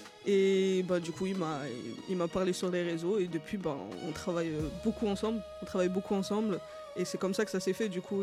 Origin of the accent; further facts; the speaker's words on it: Île-de-France, France; moved away as an adult; also born or lived in Montpellier; Maintenant, je suis à Paris. J'ai fait 5 ans à Montpellier, du coup. Bah, j'ai commencé ici en Île-de-France et après, je suis partie 5 ans à Montpellier et je suis revenue.